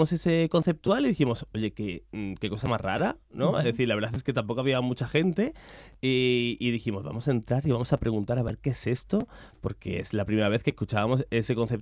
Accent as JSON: {"language": "Spanish", "town": "Madrid", "region": "Community of Madrid", "country": "Spain", "said": "No, yo sí soy de Madrid, Alejandro es de Córdoba"}